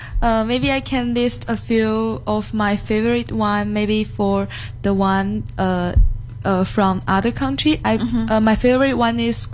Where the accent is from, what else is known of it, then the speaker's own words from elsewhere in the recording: Guangzhou, Guangdong, China; English is a second language; Oh, I'm from Guangzhou.